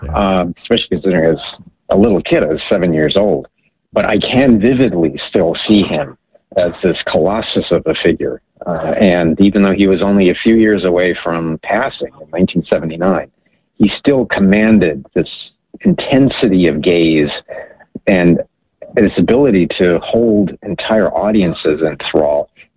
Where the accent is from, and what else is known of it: Hawaii, United States; born or raised there; also born or lived in Germany